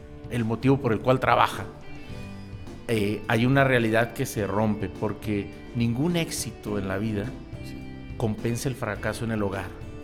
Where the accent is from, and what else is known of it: Guadalajara, Jalisco, Mexico; born or raised there